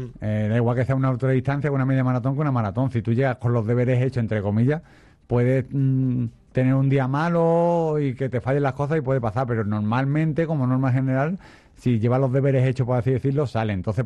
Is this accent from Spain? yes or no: yes; Ronda, Andalusia, Spain; Y ya sabemos, los que somos de Ronda sabemos lo que es la logística legionaria, por así decirlo.